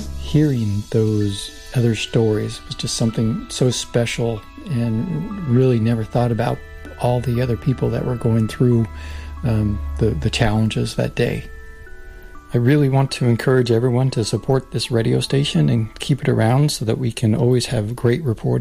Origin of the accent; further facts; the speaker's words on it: Bellaire, Michigan, United States; I'm from Bel Air, Michigan.